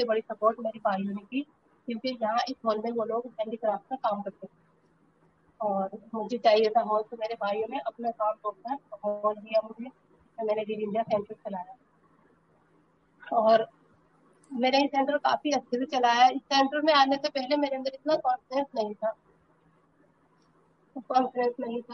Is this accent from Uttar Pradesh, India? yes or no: yes; Rampur, Uttar Pradesh, India